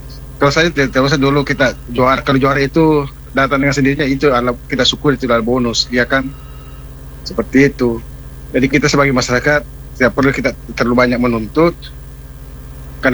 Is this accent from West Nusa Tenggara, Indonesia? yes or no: no; Makassar, South Sulawesi, Indonesia; Jadi saya sebagai warga Makassar atau Sulawesi Selatan, saya tidak bisa apa, saya bisa hanya mendoakan mudah-mudahan PSM ke depan itu lebih baik lagi.